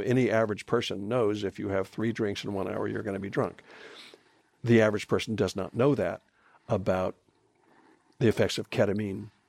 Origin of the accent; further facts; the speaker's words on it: California, United States; I grew up in Southern California.